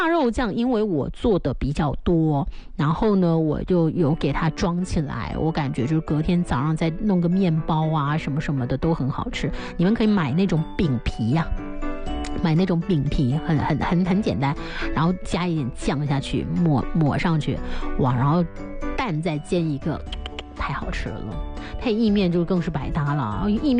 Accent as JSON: {"language": "Chinese", "country": "China"}